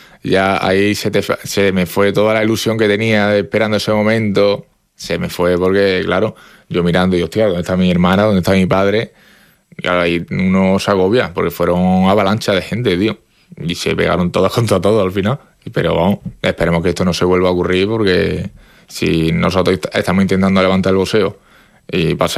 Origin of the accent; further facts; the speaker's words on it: Navarre, Spain; yo soy navarro